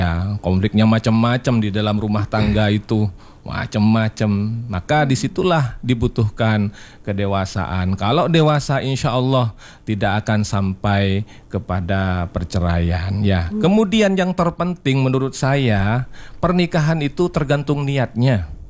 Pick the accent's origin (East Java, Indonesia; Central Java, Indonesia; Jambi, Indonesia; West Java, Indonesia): East Java, Indonesia; Ya, kalau bisa bahasa Indonesia, saya juga orang Madura ini agak repotan juga memahami.